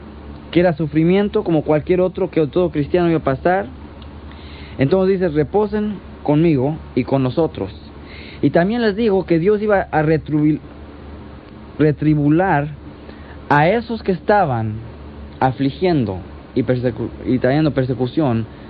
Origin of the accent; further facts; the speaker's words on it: United States; ahorita mismo estamos aquí en paz y nosotros como americanos tenemos la libertad de hacer lo que sea.